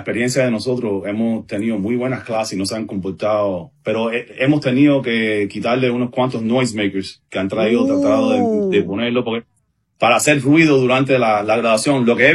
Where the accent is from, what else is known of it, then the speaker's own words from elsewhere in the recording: Cuba; Yo estoy muy orgulloso, yo soy cubano, mis padres estuvieron súper contentos cuando yo me gradué